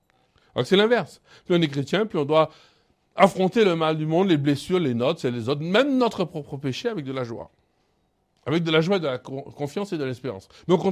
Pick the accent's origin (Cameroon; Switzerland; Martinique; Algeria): Martinique; chez nous en Martinique